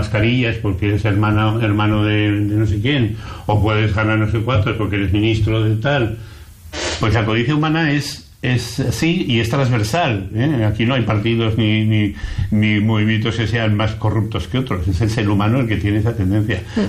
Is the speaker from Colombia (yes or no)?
no; Aragon, Spain; now in Valencian Community, Spain; yo soy un aragonés aterrizado en el País Valencia